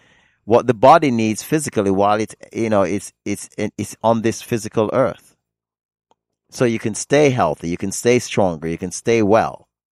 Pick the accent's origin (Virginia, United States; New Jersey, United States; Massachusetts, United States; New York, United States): New York, United States; New York City; moved away; I grew up in Harlem during the 80s.